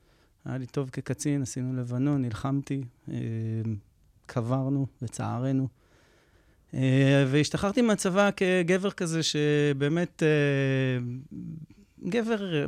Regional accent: Bat Yam, Tel Aviv District, Israel; ההורים שלי נשואים וגדלנו בבת ים.

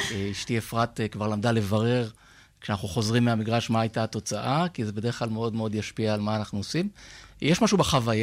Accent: Holon, Tel Aviv District, Israel; born there; ואם גדלת בחולון, אז אתה יודע שבאמת אולם הפחים היה אחד ממרכזי העיר. ובאמת החיים שלנו התנהלו, אני יכול להגיד, כבני נוער שם.

